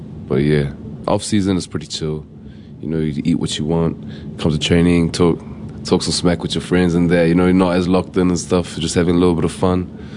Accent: New Zealand; and I grew up here in New Zealand.

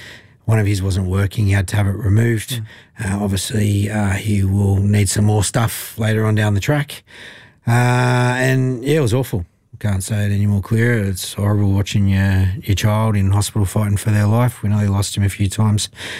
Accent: New South Wales, Australia; Oh, it was beautiful. I'm from New South Wales.

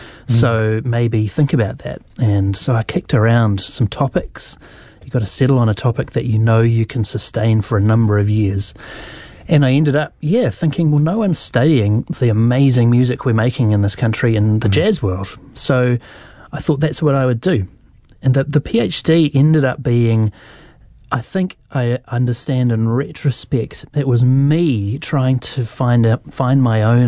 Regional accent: Wellington, New Zealand; I grew up in Kelburn and Karori, and until the year 2001, I'd never even been to America other than on a holiday.

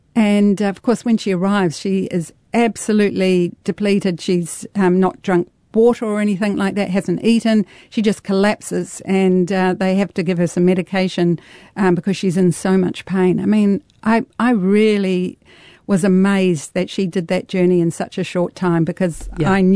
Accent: New Zealand; born there; moved away; also born or lived in Australia; I was born in New Zealand, but our family also moved to Australia and we lived there. And when we were leaving New Zealand, I was asked to fill in a visitor book.

